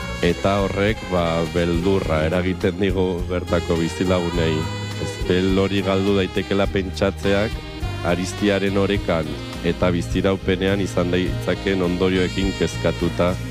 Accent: Aibar, Navarre, Spain; Gure herrian oibarren aristi bat dugu

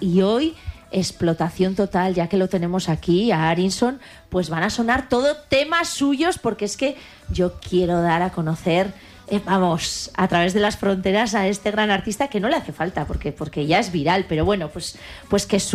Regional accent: Pamplona, Navarre, Spain; Yo soy de Pamplona de toda la vida.

